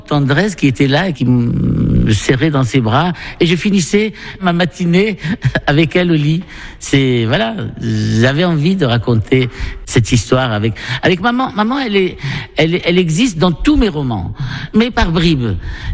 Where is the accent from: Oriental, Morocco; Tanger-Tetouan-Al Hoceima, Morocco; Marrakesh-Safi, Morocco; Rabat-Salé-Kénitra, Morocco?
Marrakesh-Safi, Morocco; Marrakech; now in Paris, France; En Médina, au fin fond de la Médina de Marrakech, dans une rue qui s'appelle Derb Jdid, à Riad Zitoun El Kedim. Et j'ai passé toute mon enfance en Médina, au milieu d'une famille nombreuse. Nous étions 7 frères et sœurs.